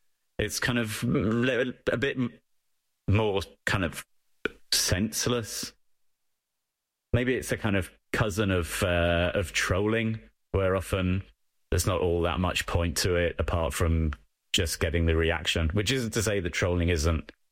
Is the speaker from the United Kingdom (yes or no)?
yes; England, United Kingdom; Sorry, I'm English.